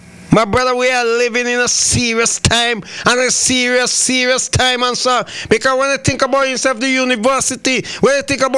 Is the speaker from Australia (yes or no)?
no; St. Vincent & Grenadines; St. Vincent and the Grenadines, my hometown.